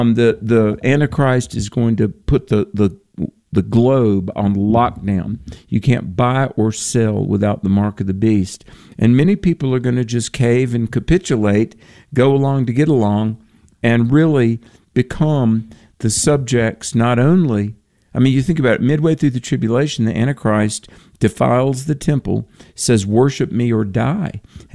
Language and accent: English; Bible Belt, United States; I mean, for me, growing up in the Bible Belt, I heard bits and pieces, and I always had a reverence for God